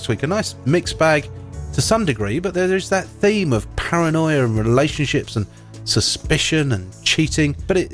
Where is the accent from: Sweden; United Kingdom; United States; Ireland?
Ireland; accent: Irish; You wouldn't know it from my Irish accent.